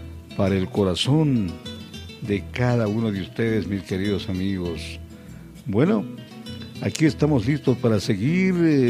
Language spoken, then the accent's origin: Spanish; Ecuador; ritmos que nos hacen sentir que somos ecuatorianos